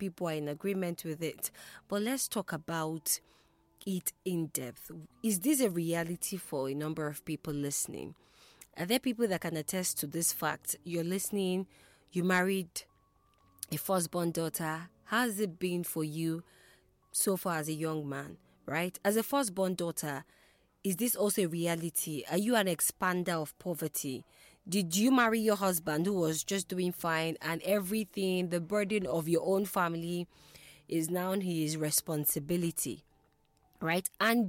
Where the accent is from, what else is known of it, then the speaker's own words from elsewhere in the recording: Igbo, Southeast, Nigeria; a lot of people who are Igbo, we are like, yeah, it's something that we see often around the Southeast.